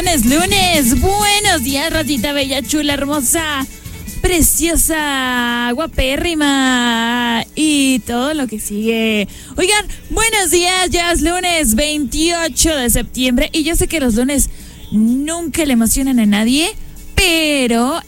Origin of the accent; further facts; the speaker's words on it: Mexico; así somos los mexicanos